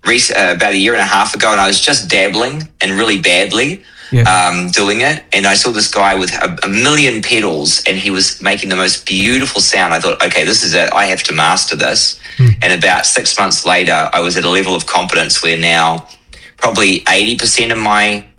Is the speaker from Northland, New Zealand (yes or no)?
no; Auckland, New Zealand; also born or lived in Russell; Yep, born and raised in Auckland, spent a lot of time in the far north up in Russell where my grandparents had a farm.